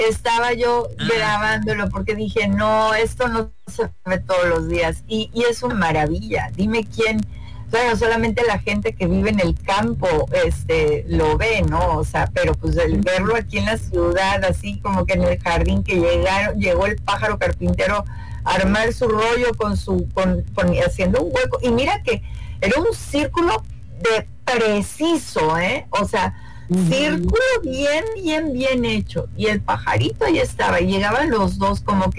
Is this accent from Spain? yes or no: no; Tabasco, Mexico; muy orgullosa de ser tabasqueña, muy orgullosa de ser tabasqueña